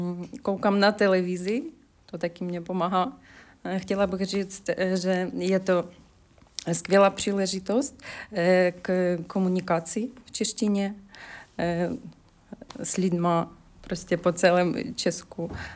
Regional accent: Ukraine; Czech is a second language; now in Czech Republic; No, my jsme Ukrajinci, všichni víme o tom, že tady v integračním centru je ten jazykový kurz.

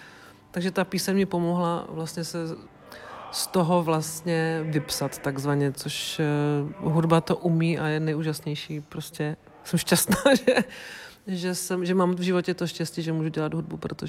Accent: Třinec, Moravian-Silesian Region, Czechia; že jsem z Třince teda, že Třinec, Těšínsko, ty nevraživosti mezi Polákama a Čechama tam byly

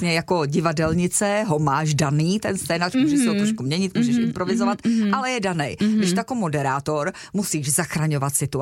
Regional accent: North Bohemia, Czechia; K Ploskovici mám velmi blízko jako Severočech

